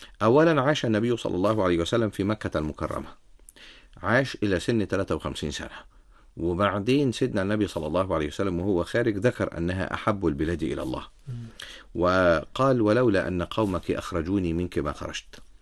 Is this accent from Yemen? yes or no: no; Egypt; أنا مواطن اتولدت وعشت وتربيت في مصر